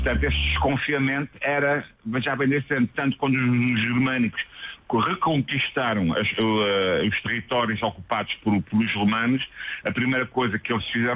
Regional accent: Queluz, Lisbon, Portugal; born there; o meu irmão nasceu em Lisboa, só é que nasci em Queluz.

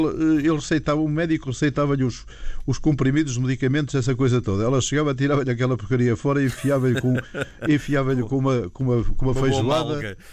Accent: Madeira, Portugal; born there; as minhas raízes, eu nasci na Madeira por um mero acaso. A minha mãe era inglesa, tem nada a ver com esta coisa, com esta zona. O meu pai é do Douro

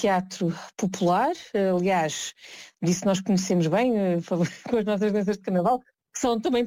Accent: Azores, Portugal; para falarmos de nós enquanto açorianos e enquanto arquipélago de nove ilhas.

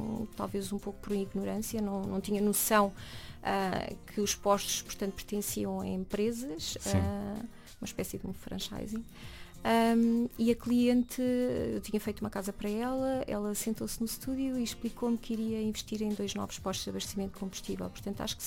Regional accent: Leiria, Portugal; Nós estamos entre a serra e o mar, temos Fátima por perto também

